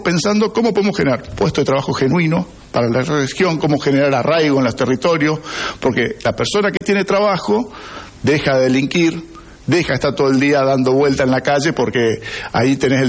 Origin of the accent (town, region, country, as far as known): Argentina; now in Reconquista, Argentina